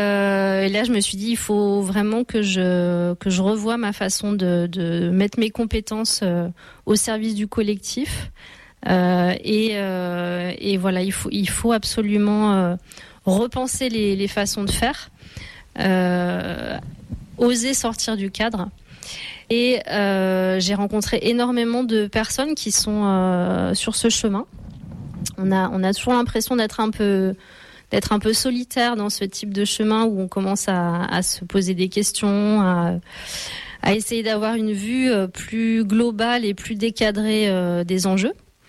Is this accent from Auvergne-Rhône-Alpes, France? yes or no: yes; Lyon, Auvergne-Rhône-Alpes, France; moved away; je viens de Lyon